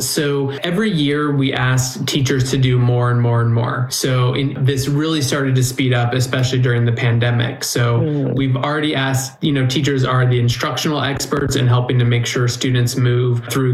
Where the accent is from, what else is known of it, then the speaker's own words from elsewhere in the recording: Nevada, United States; So I grew up here in Nevada. I'm a third generation Nevadan, and was the first in my family to go to college